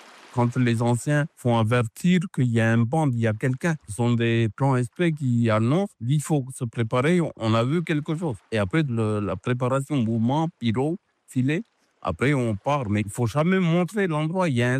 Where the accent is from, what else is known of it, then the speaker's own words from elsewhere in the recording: South Province, New Caledonia; je suis originaire de l'île des Pins, j'ai 77 ans.